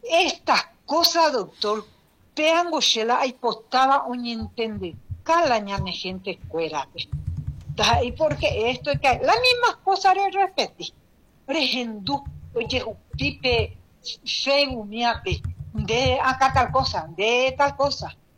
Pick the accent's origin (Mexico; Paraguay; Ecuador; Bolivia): Paraguay; lo que somos paraguayos, padre de familia.